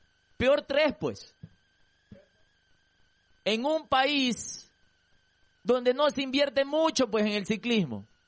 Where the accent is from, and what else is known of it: Ecuador